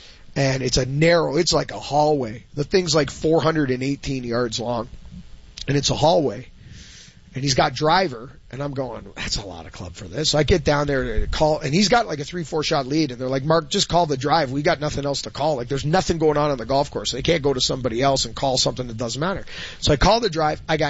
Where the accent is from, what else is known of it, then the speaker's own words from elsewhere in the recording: Canada; he knew that I was Canadian